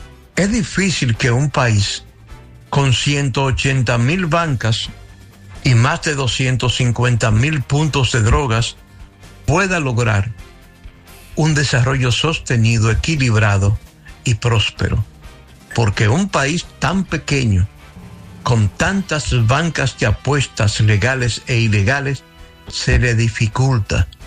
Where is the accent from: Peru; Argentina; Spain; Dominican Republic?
Dominican Republic